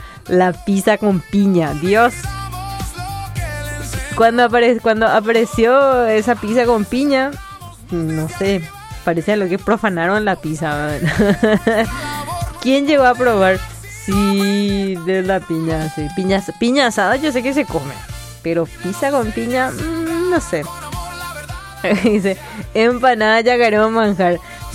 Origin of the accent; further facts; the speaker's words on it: Paraguay; el paraguayo habla yopará. Difícilmente alguien habla guaraní puro, a menos que seas profe guaraní. Nosotros sabemos yocor.